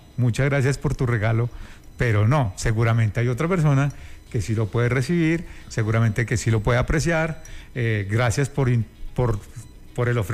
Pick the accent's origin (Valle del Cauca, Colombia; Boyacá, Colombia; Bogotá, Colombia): Boyacá, Colombia; yo soy de Boyacá, vengo de familia de campesina, que les encantan los caballos, montar a caballo.